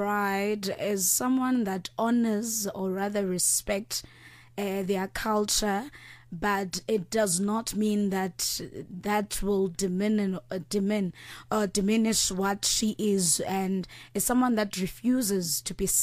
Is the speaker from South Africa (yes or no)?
yes; King Williamstown, Eastern Cape, South Africa; now in Johannesburg, South Africa; I'm born and bred in King Williamstown, iQonce now, and my husband is from East London, which is uKompo now. So me having to wear these clothes here in Johannesburg means a lot to me